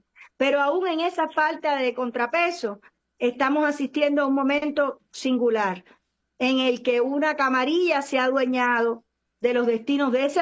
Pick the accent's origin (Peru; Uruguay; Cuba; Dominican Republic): Cuba